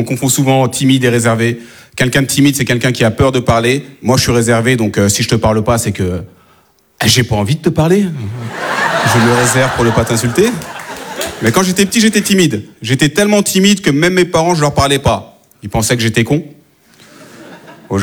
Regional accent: France; born there

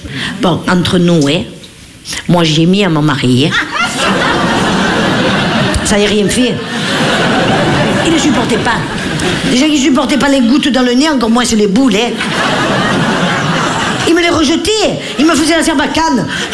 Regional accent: Nice, Provence-Alpes-Côte d'Azur, France; Si moi je l'ai fait comme on l'ai fait chez nous à Nice, à la pomme de terre, ça coûte rien.

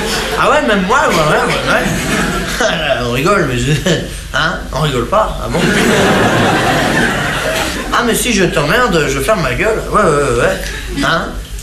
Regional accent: France

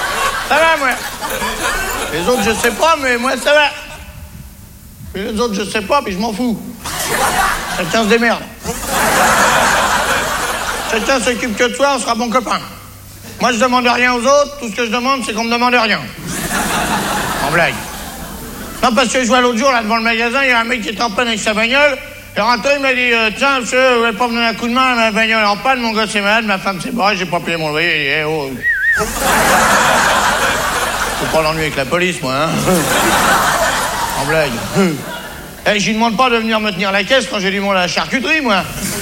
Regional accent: France

